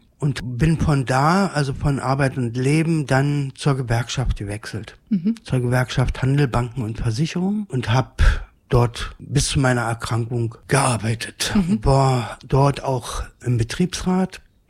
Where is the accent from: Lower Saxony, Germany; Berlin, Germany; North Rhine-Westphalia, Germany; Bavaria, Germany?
Berlin, Germany; born there; Also ich bin in Berlin-West geboren.